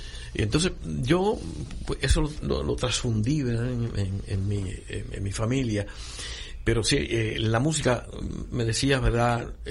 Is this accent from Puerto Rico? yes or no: yes; Manatí, Puerto Rico; moved away as an adult; also born or lived in Santurce, San Juan; now in Vega Baja, Puerto Rico; No, yo nací en Villa Palmera, Santurce, me criaron en Manatí.